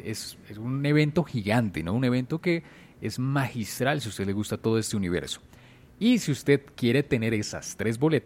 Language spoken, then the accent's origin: Spanish; Bogotá, Colombia; De hecho, nosotros que somos de Bogotá, bogotanos de corazón, sabemos que es andar en Transmilenio.